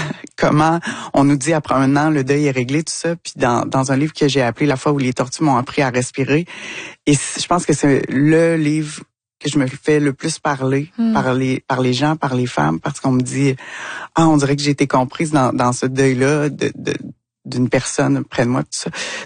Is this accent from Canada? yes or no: yes; Quebec, Canada; du Québec. Moi, je suis psychocriminologue et écrivaine. Et là, bon, j'avais changé un peu mon accent parce qu'il y a des gens qui avaient de la difficulté à me comprendre.